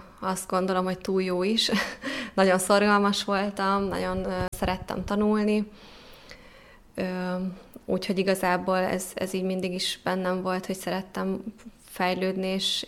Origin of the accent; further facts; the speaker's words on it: Sajószentpéter, Borsod-Abaúj-Zemplén, Hungary; Én Borsod megyéből jöttem, és Sajószentpéteren nőttem fel. Egy ötfős családban, kettő testvéremmel és szüleimmel.